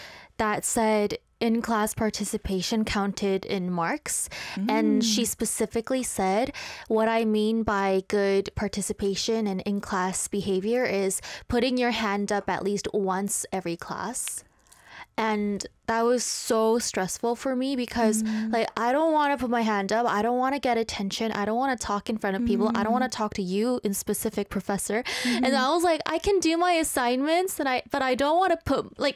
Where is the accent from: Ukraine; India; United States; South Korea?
South Korea; I was like, oh, I'm from Korea.